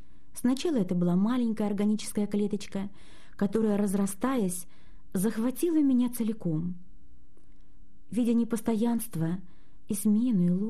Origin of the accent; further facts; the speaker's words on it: Magadan Oblast, Russia; also born or lived in Ukraine; Мне 30 лет. Родилась я на Украине. Но когда мне исполнилось 4 года, мы переехали на крайний север, в Магаданскую область.